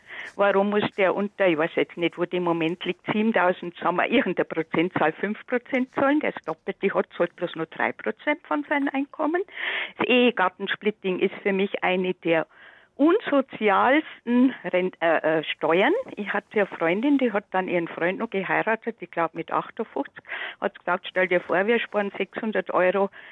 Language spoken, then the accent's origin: German; Bavaria, Germany; born there; now in Munich, Germany; Ich bin selber in der Oberpfalz geboren, wohne aber schon 52 Jahre in München.